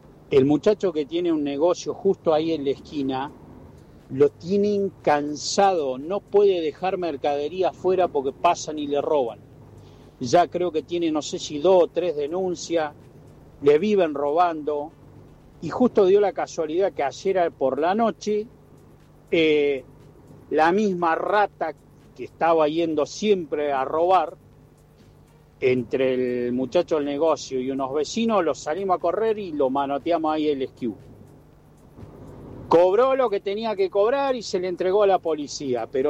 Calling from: Cipolletti, Río Negro, Argentina; de Cipolletti.

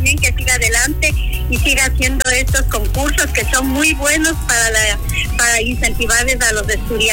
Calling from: Ambato, Tungurahua, Ecuador; como yo vivo en Ambato

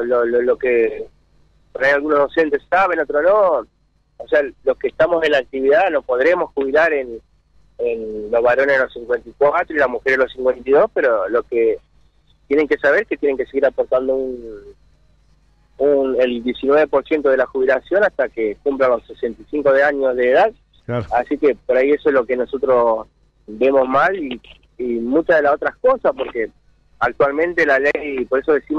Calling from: Villaguay, Entre Ríos, Argentina; Nosotros vinimos hoy 12 de Villaguay.

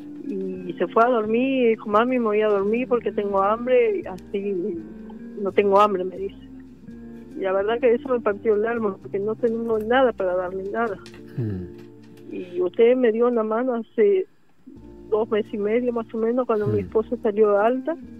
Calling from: Almirante Brown, Buenos Aires Province, Argentina; Yo vivo en Almirante Brown

